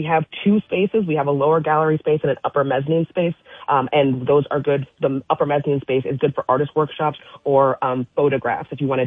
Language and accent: English; Poughkeepsie, New York, United States; I've been here for the last 3 years, but I grew up on Hooker Avenue right here in Poughkeepsie as a child. So I have strong, strong ties to this community